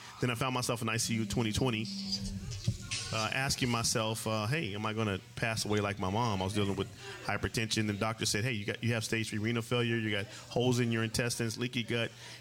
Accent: Pomona, California, United States; now in Temecula, United States

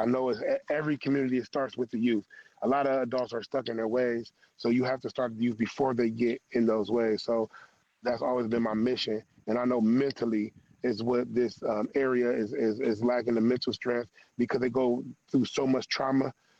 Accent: Cleveland, Ohio, United States; I'm not from the EC community. I'm actually from Cleveland, but I would love to, you know, help this community grow

